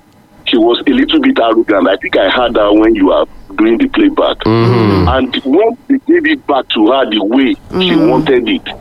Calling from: Nigeria; I'm calling from Otija.

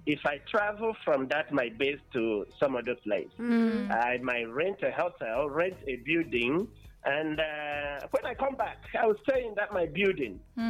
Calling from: Borno, Nigeria; I'm calling in from Akeze Borno State.

